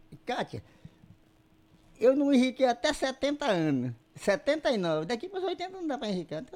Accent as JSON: {"language": "Portuguese", "region": "Amazonas", "country": "Brazil", "tie": "born there", "said": "lá do Javari, de onde eu nasci."}